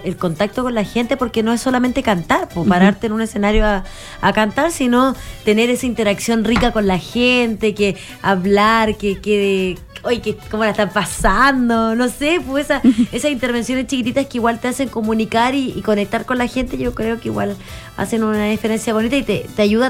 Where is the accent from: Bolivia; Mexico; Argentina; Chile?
Chile; Iquique, Tarapacá; soy iquiqueña, estoy próxima a cumplir 35 años.